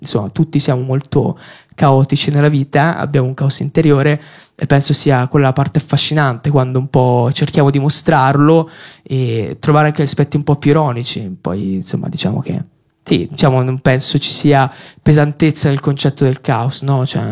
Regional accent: Brianza, Lombardy, Italy; also born or lived in Gorgan, Iran / Bologna / Udine; Sono cresciuto in Brianza, sono cresciuto tra Vedano, Macherio, Biessone, insomma in quelle zone lì

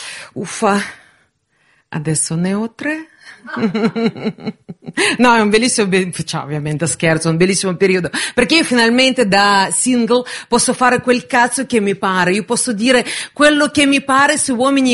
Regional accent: Russia; Italian is a second language; now in Italy; sono russa non praticante.

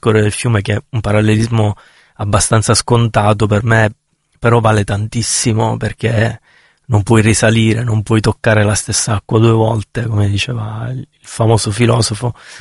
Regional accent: Misilmeri, Sicily, Italy; Nel mio paese, che è Misilmeri, in provincia di Palermo

